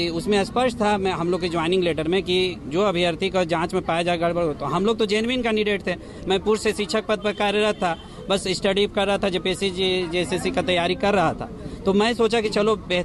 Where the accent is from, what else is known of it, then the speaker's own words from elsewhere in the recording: Ranchi, Jharkhand, India; हमारा home town Ranchi है